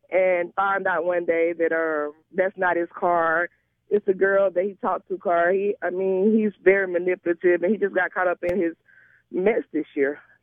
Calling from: Long Beach, California, United States; I'm calling from Long Beach.

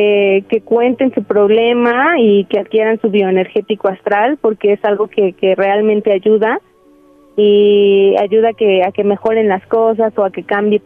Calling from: Ecatepec, State of Mexico, Mexico; De aquí, de Catepec.

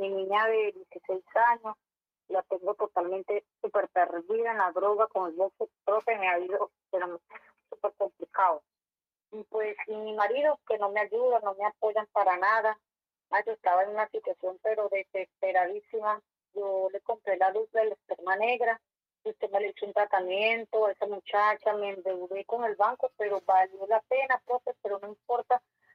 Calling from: Mosquera, Cundinamarca, Colombia; Te llamo de acá de Mosquera, Cundinamarca.

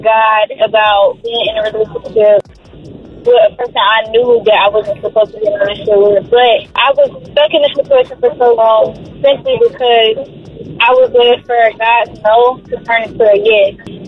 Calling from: Atlanta, Georgia, United States; I'm calling from Atlanta, Georgia.

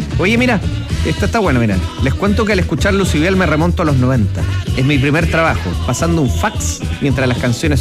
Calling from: Padre Hurtado, Santiago Metropolitan Region, Chile; de Padre Hurtado.

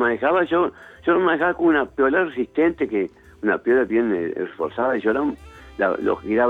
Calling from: Victoria, Argentina; el Victoriense.

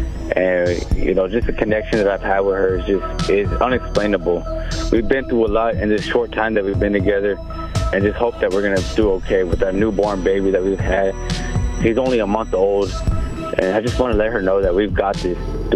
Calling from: San Antonio, Texas, United States; I'm coming from San Antonio, Texas.

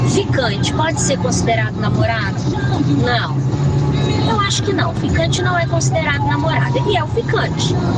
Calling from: Belo Horizonte, Minas Gerais, Brazil; sou do Barreiro.

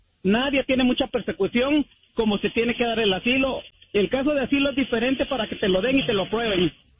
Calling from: California, United States

